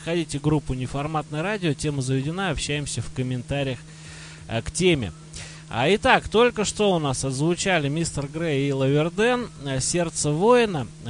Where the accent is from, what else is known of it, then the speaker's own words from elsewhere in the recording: Tula, Tula Oblast, Russia; Ну вот, Серый, ты как туляк, ты меня должен понять. Вот все знают, ну, наши земляки, что на углу Первомайки и проспекта Ленина стоит библиотека.